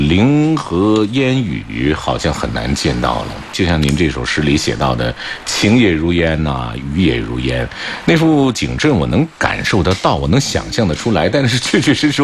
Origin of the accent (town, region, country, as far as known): China